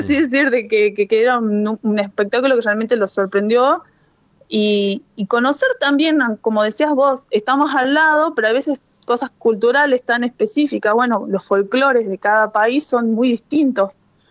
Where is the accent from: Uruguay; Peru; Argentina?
Argentina; nuestra visita como argentinos y como Universidad de Catamarca.